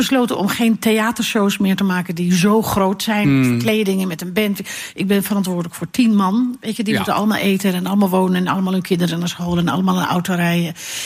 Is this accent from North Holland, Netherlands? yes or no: yes; Alkmaar, North Holland, Netherlands; born or raised there; also born or lived in Schagen